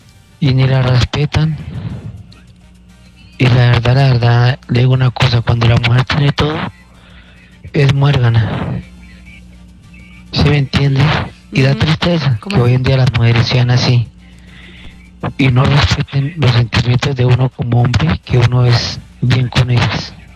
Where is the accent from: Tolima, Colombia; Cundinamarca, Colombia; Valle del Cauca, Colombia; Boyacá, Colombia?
Boyacá, Colombia; Cerinza; now in Paipa, Colombia; Bueno, soy de Cerinza, Boyacá.